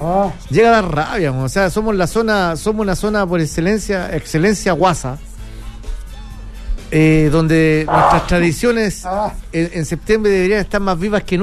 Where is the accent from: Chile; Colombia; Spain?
Chile; las fiestas patrias es lo que nos une como chilenos.